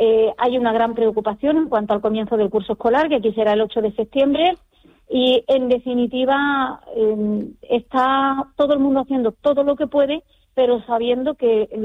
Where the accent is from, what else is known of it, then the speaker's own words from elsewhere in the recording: Ceuta, Spain; los ceutíes